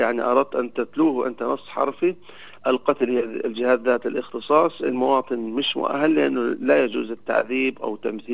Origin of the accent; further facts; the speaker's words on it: Nablus, West Bank, Palestine; حصل عندنا في نابلس